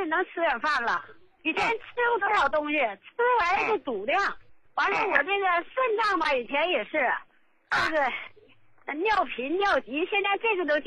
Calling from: Jilin, China; 我是吉林的。我是你的老朋友了。

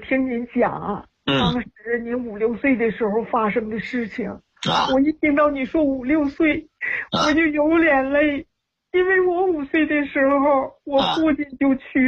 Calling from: Hebei, China; 我是河北的，今年85了。

